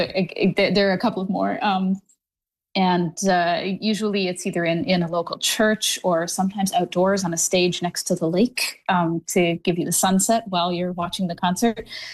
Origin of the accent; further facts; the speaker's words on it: Listowel, Ontario, Canada; I think this is a bit of like me giving back the best of myself to the place where I grew up. So I grew up in Listowel, but I spent my summers and sometimes weekends in the winters up on the Bruce.